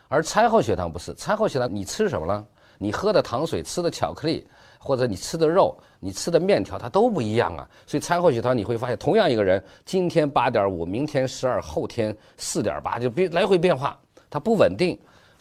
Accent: China; 我们中国人

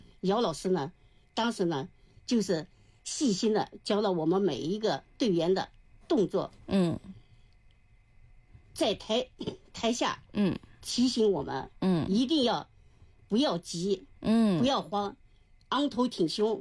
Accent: Bengbu, Anhui, China; 我们是安徽的嘛，对吧？是蚌埠的，是个小城市。

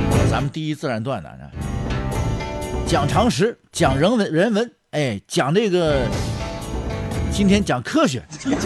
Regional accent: China; 我们中国人

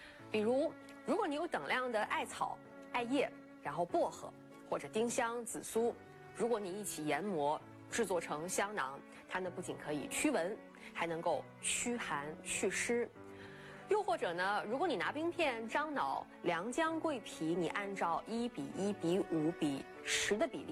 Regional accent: China; 我们中国人

